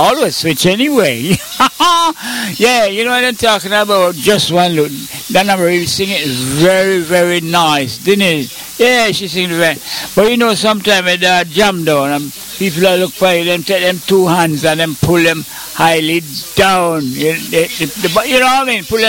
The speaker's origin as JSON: {"language": "English", "country": "Jamaica", "said": "I'm Jamaican. Did you know I'm from Jamaica? Well, I am from Jamaica."}